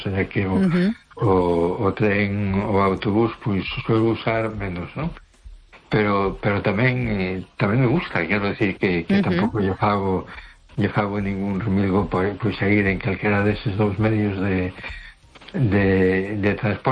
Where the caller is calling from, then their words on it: A Coruña, Galicia, Spain; … de Coruña, ¿qué tal?